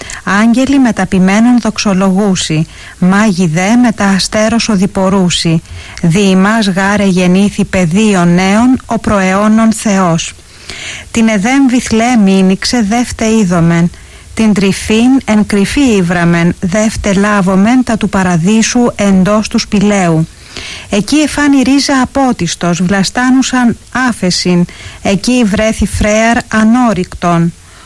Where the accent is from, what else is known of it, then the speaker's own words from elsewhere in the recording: Greece; εμείς που είμαστε Έλληνες και δεν κατέχουμε τη γλώσσα.